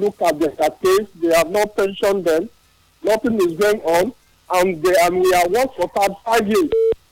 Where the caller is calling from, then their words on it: Rivers, Nigeria; I'm from Liver State.